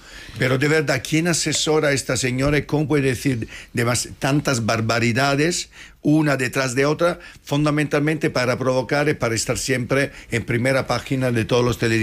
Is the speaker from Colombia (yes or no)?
no; Madrid, Community of Madrid, Spain; Que a mí como madrileño, lo digo como madrileño, que se espera que su presidente de comunidad autónoma gobierne para todos los madrileños